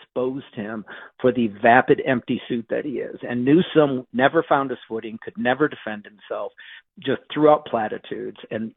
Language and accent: English; California, United States; moved away as an adult; I say that as a Californian that fled the state 6 years ago